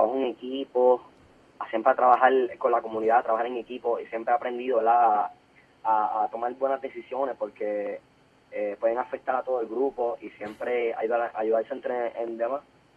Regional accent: Aguadilla, Puerto Rico; Y soy del pueblo de Aguadilla.

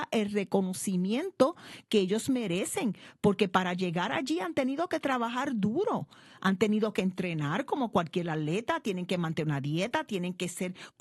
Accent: San Germán, Puerto Rico; mi pueblo de San Germán

